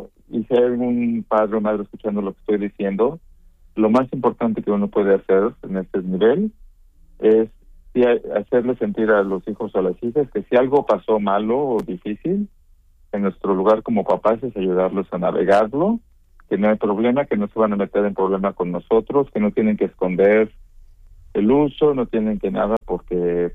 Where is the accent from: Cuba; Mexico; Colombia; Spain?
Mexico; born or raised there